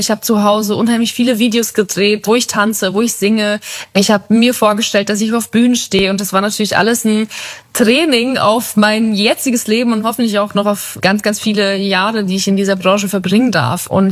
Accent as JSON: {"language": "German", "region": "Bavaria", "country": "Germany", "tie": "born or raised there", "said": "dann ist für mich der beste Ort, um die Batterien wieder aufzuladen, definitiv Bayern. Mein Heimatort, wo ich aufgewachsen bin, das Haus meiner Eltern"}